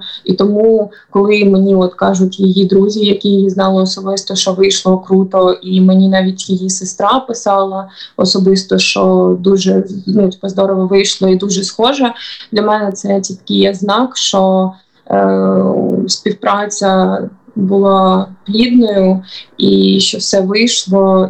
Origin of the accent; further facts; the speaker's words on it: Zaporizhzhia, Zaporizhzhia Oblast, Ukraine; я також з Запоріжжя